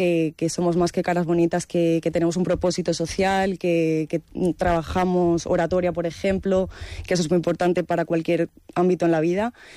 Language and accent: Spanish; Don Benito, Extremadura, Spain